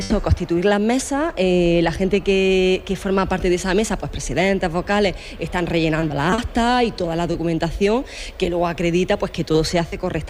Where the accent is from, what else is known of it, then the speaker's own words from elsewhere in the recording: Andalusia, Spain; para nosotros como andaluces y como españoles